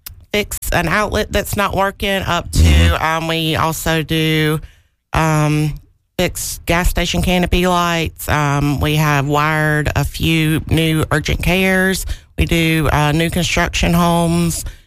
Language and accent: English; Kings Mountain, North Carolina, United States; now in Sumter, United States; Well, I'm originally from Kings Mountain, North Carolina.